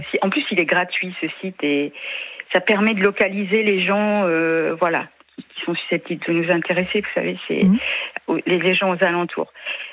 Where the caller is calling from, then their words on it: Pays de la Loire, France; Je suis en Vendée.